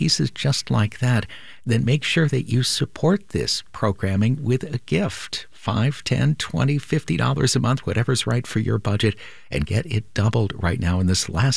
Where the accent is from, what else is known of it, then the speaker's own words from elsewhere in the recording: Midwest, United States; I'm from the Midwest, so hatchet throwing is not an uncommon thing.